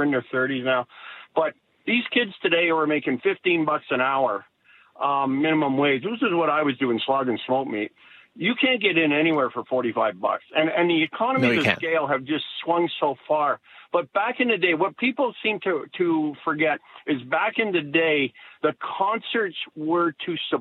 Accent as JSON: {"language": "English", "town": "Montreal", "region": "Quebec", "country": "Canada", "tie": "born or raised there", "moved": "yes", "lives_now": "Calgary, Canada", "said": "I grew up in Montreal, although I've been out in Calgary for 40 plus years."}